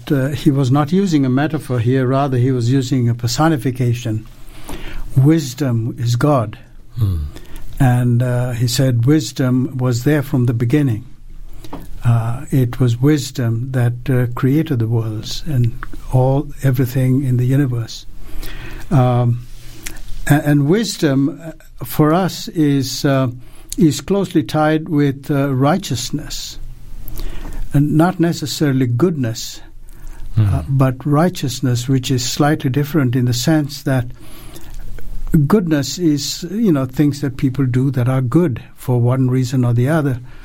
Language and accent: English; Sri Lanka; Well, I'm from Sri Lanka originally.